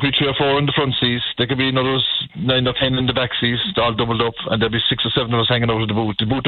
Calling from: Castlemartyr, Munster, Ireland

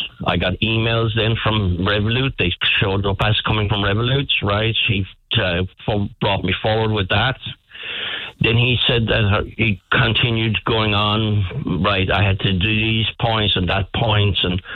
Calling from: Bantry, Munster, Ireland; I'm ringing from Bantry.

